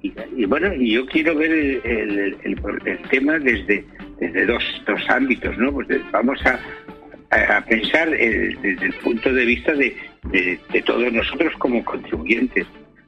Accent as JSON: {"language": "Spanish", "country": "Spain"}